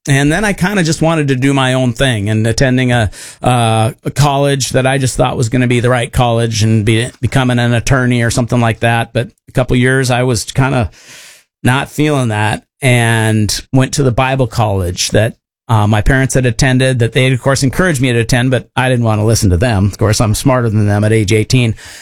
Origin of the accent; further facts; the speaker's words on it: Harvey, North Dakota, United States; also born or lived in Seattle; I remember about 4 years old, I remember moving out from the Seattle area to a little tiny town called Harvey, North Dakota.